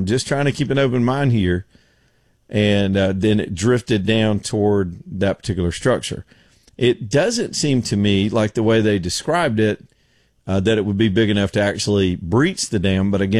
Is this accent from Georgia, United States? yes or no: yes; Georgia, United States; I grew up near the West Point Dam. Over in, really, it's in Georgia, but it's close to the Alabama state line. I sort of grew up on the state line, and so we spent our whole life crisscrossing the dam